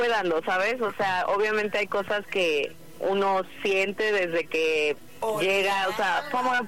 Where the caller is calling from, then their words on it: Tlalnepantla, State of Mexico, Mexico; Tengo 29 y soy de Tlanepantla.